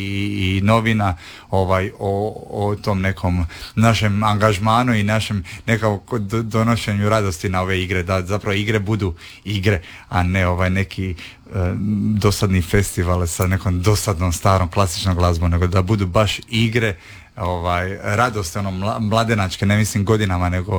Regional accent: Split, Split-Dalmatia County, Croatia; iz Dalmacije sam, pa znam što se zapravo događa u zadnjih 20 godina

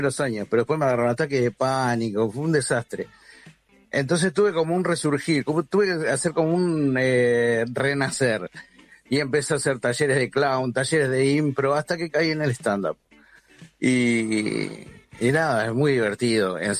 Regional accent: Quilmes, Buenos Aires Province, Argentina; soy de Quilmes

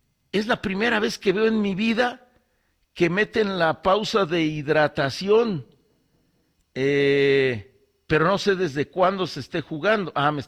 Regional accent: Mexico; Y pues sí, todos somos mexicanos y me dio mucho gusto ver que ganaron.

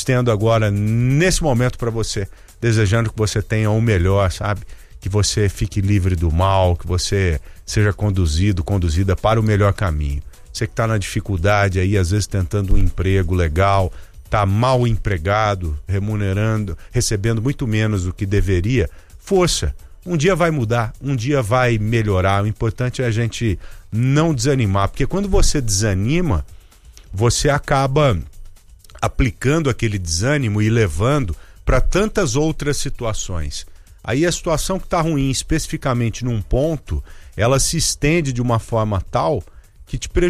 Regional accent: Brazil; porque somos brasileiros

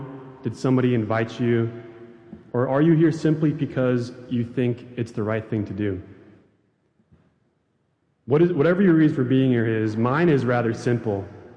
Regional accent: Wisconsin, United States; I'm from Wisconsin, and I know there's a lot of Vikings fans here

